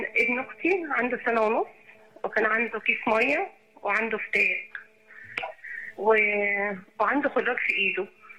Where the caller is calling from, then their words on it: Cairo, Cairo Governorate, Egypt; أنا من الأيوبية يا أستاذ هنا